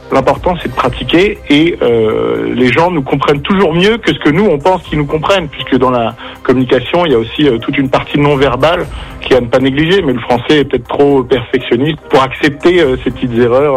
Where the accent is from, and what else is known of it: France